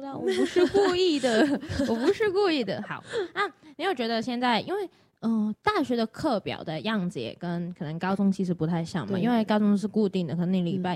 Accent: Hong Kong; now in Taiwan; 我是香港人。

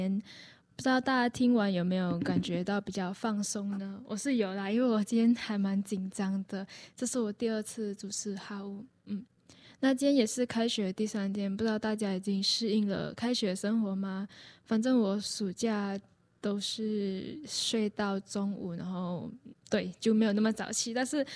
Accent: Malaysia; moved away as an adult; now in Taiwan; 因为我是马来西亚人嘛

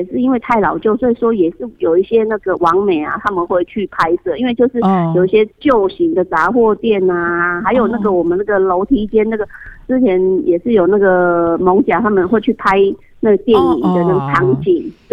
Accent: Taipei, Taiwan; 是南机场一期那里。然后后来就是那边改建了，我们就搬来这个就是南机场二期这里。然后说在这个社区是从小长大

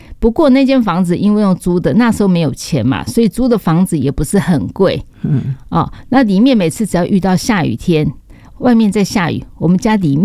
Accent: Taipei, Taiwan; born there; 我只是跟他讲说我出生在圣若瑟，然后房子简陋

